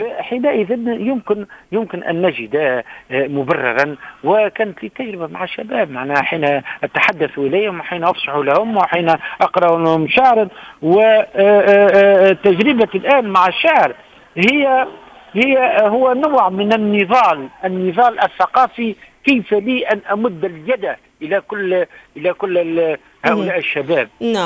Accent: Tunisia

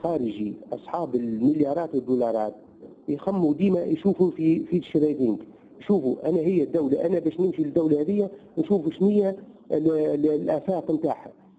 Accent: Tunisia

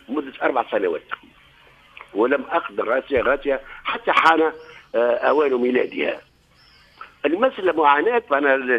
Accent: Tunisia; وأنا أول تونسي

